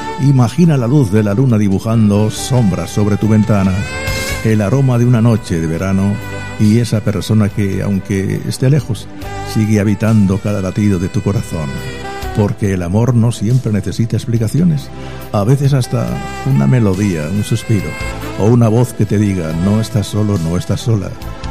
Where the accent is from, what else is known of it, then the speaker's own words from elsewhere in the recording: Cartagena, Region of Murcia, Spain; Buenas noches, cartageneros. Mi tierra.